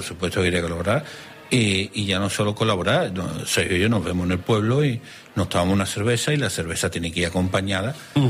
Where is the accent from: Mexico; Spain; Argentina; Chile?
Spain; San Juan de Aznalfarache, Andalusia; en San Juan de Farache, en mi pueblo. Siempre hemos dicho que es la villa San Juan de Farache, separada de Sevilla, la ciudad, por un puente que cruza el río Guadalquivir.